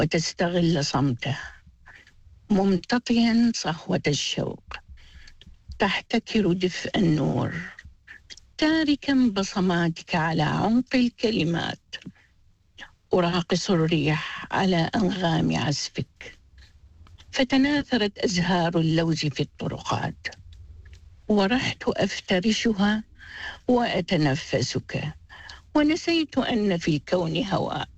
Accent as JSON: {"language": "Arabic", "country": "Iraq", "said": "أنا من العراق، أنتمي لمنتدى الجامعيين العراقيين"}